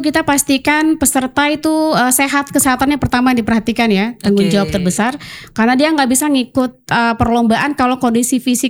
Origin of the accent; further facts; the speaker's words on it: Papua, Indonesia; Memang dari cara ngomongnya gitu mereka kira saya bukan orang Papua.